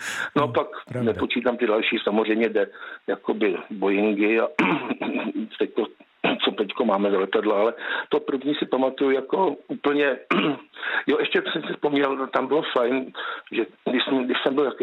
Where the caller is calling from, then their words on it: Plzeň, Plzeň Region, Czechia; jsem z Plzně, můj otec pracoval ve Škodovce jako já celý život